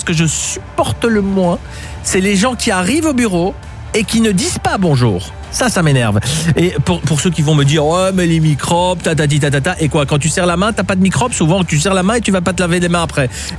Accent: Poland; French is a second language; Par exemple chez nous en Pologne, quand tu ne connais pas la personne, tu ne fais pas la bise. Tu donnes la main.

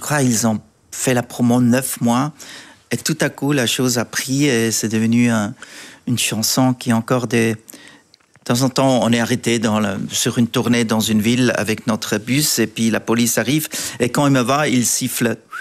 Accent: Switzerland; French is a second language; now in France; Je hein. suis Suisse allemand, oui.

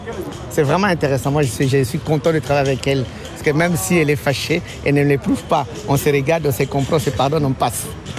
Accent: Mbanza-Ngungu, Kongo Central, DR Congo; moved away; Parce que moi, j'aime le village. Quel village? Je suis en Banzangungu.

